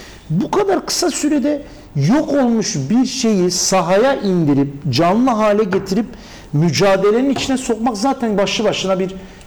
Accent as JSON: {"language": "Turkish", "region": "Mersin", "country": "Turkey", "tie": "born or raised there", "said": "Turgut Reis Mahallesi'nde doğdum."}